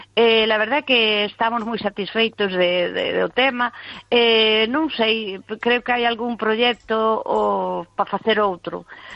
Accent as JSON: {"language": "Galician", "town": "Madrid", "region": "Community of Madrid", "country": "Spain", "second_language": "Galician", "said": "porque, claro, eu son madrileña, ya ves que meu castrapo é sensacional."}